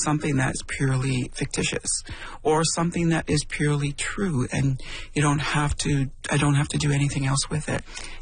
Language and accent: English; Temagami, Ontario, Canada; when I grew up in Tomogamy, in Northern Ontario, but I think this is true for all across Canada, really